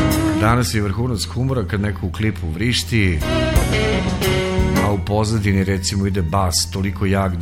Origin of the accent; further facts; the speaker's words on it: Ljubiš, Zlatibor District, Serbia; nikad nisam ni otišao iz Ljubiša, tamo je moja rodna kuća, na jednom kamenu urezano slovo lj. U Ljubišu sam rođen, u Ljubišu ću i vekovati.